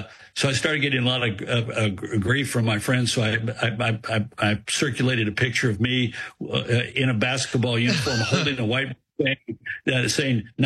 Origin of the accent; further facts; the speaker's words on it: Texas, United States; I'm a Texas man. By God, I'm for anything from Texas.